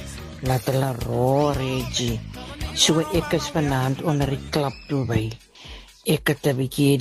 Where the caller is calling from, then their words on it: Port Elizabeth, Eastern Cape, South Africa; En ek is hier van die Port Elizabeth.